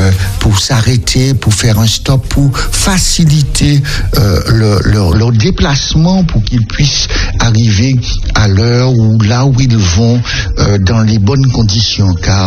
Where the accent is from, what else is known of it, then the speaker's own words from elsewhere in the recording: Martinique; en tant que Martiniquais.